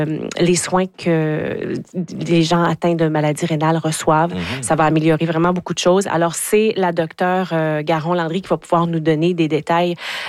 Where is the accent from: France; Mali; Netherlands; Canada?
Canada; Dolbeau-Mistassini, Quebec; mon patelin.